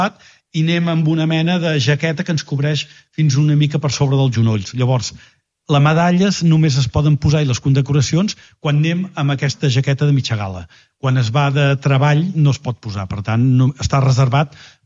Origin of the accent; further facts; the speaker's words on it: Mataró, Catalonia, Spain; Són la festa major de la Mercè, que soc de Mataró.